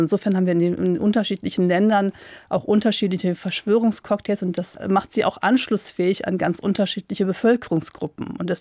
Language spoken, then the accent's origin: German; Düsseldorf, North Rhine-Westphalia, Germany; now in Cologne, Germany; ich würde mich heute als Kölnerin bezeichnen, obwohl ich in Düsseldorf geboren bin. Das ist ja nicht so selbstverständlich, wenn man selber aus dem Rheinland kommt